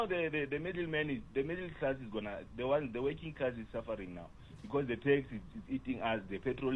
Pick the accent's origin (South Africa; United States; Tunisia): South Africa; English is a second language; We are soft as South African shape.